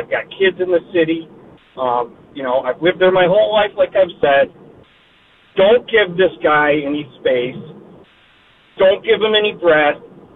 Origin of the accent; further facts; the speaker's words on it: Dearborn, Michigan, United States; in my hometown. I am a white Christian man. I've lived in Dearborn my entire life.